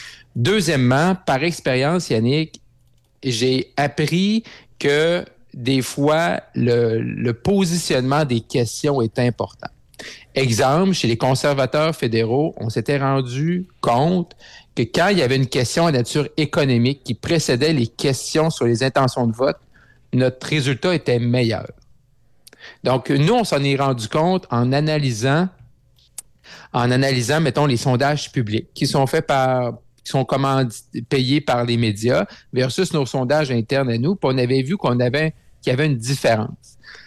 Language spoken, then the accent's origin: French; Quebec, Canada; now in Quebec City, Canada; je retourne dans mon coin de pays, au Saguenay-Lac-Saint-Jean